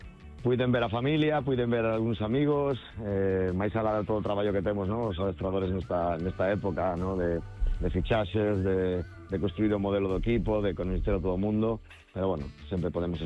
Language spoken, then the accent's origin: Galician; Galicia, Spain; eu que son moi galego, non? Son moi da miña terra